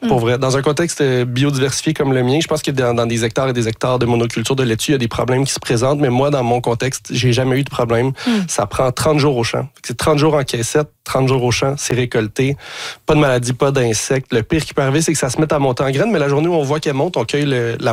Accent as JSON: {"language": "French", "town": "Montreal", "region": "Quebec", "country": "Canada", "tie": "born or raised there", "said": "je ne suis pas du tout quelqu'un de la campagne. J'ai grandi à Ville-Saint-Laurent, Montréal."}